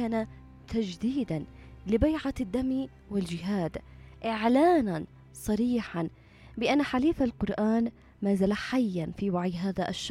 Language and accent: Arabic; Yemen; إحنا كيمنيين بأكملنا أو بأغلبنا تهج على هذا النهج وتربى على هذا التربية وتمسك بمنهج وطريق الإمام زيد